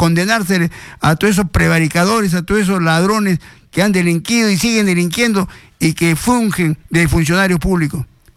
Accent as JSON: {"language": "Spanish", "town": "Chincha Alta", "region": "Ica", "country": "Peru", "also_born_or_lived": "Chorrillos, Lima", "moved": "yes", "said": "en Pisco, Chincha, mi tierra."}